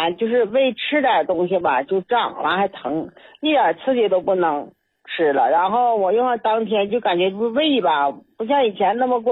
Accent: Tangshan, Hebei, China; 我是唐山的，

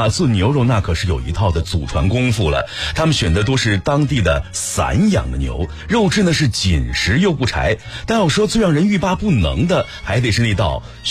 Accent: Lanzhou, Gansu, China; 像我的家乡兰州

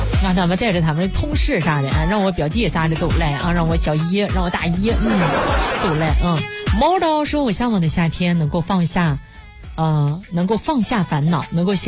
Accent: Rizhao, Shandong, China; now in Xuzhou, China; 一说到大海我就想到我的老家日照。

